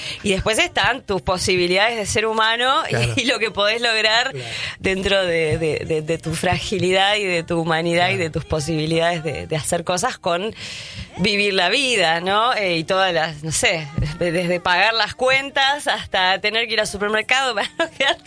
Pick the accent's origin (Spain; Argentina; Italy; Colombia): Argentina; Río de la Plata; Somos rioplatenses totalmente.